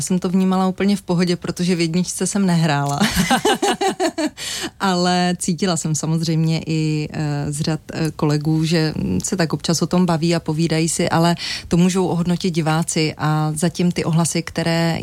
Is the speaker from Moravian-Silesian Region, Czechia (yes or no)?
yes; Ostrava, Moravian-Silesian Region, Czechia; já jsem Ostravačka